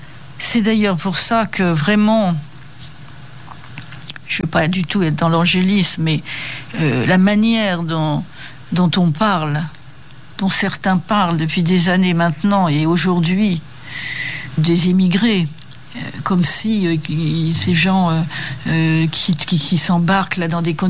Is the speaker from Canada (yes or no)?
no; France; born there; Moi, je suis née en France, je suis complètement française, j'ai une part italienne